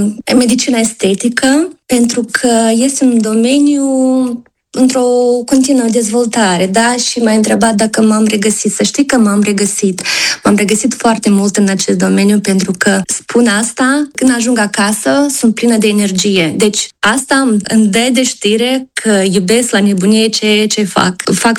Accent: Moldova; now in United States; oricum avem un gol care l-am lăsat de când am plecat din Republica Moldova.

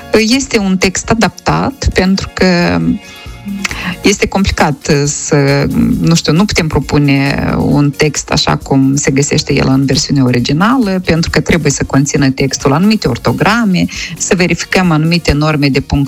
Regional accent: Moldova; first language Romanian; pentru noi, cei din Republica Moldova, care am luptat pentru a reveni la alfabet latin, am luptat pentru a ne redobândi dreptul de a denumi corect, științific, limba maternă pe care o vorbim, limba română

